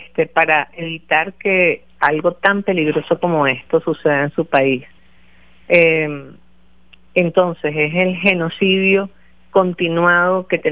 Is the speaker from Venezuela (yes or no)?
yes; Venezuela; las que vivimos aquí en Venezuela